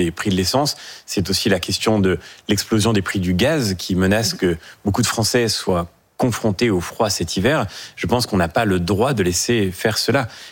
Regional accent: Pays de la Loire, France; moi je suis de Loire-Atlantique, ma famille vient de la région nantaise

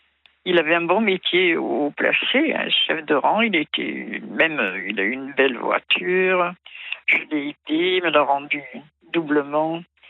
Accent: Toulon, Provence-Alpes-Côte d'Azur, France; born there; now in Six-Fours-les-Plages, France; moi je suis née ici, à Toulon, alors je voudrais rester ici.

